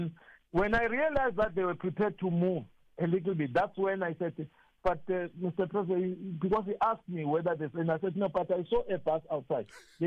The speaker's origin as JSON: {"language": "English", "country": "South Africa", "said": "as a South African"}